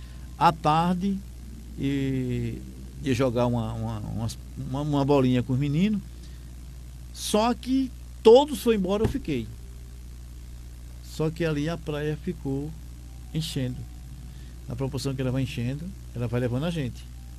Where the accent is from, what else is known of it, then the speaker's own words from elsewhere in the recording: Pernambuco, Brazil; Nunca saí de Pernambuco. Só Pernambuco.